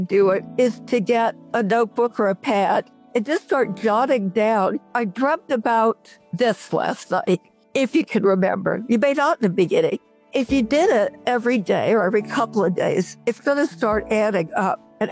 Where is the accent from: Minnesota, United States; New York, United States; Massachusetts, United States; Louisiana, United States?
Louisiana, United States; New Orleans; Growing up in New Orleans, pure and simple, it's full of mythology and symbolism and superstition.